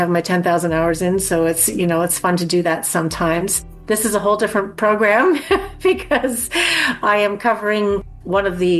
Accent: Brantford, Ontario, Canada; given that I'm from Brantford

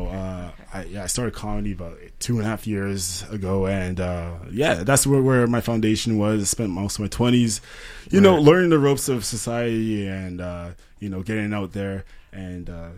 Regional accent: England, United Kingdom; born there; My place of birth. I was born in England.

